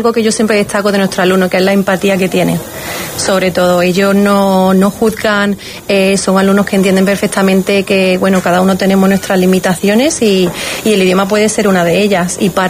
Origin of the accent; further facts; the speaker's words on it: Córdoba, Andalusia, Spain; also born or lived in England; now in San Pedro de Alcántara, Spain; Bueno, yo soy un poco cordobesa inglesa. He vivido mucho tiempo en Inglaterra.